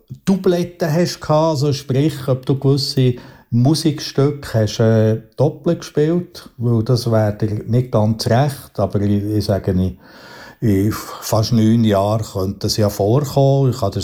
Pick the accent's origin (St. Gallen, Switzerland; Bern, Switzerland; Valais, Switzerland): Bern, Switzerland; Beltmoos, ich als Berner kann das absolut nachvollzi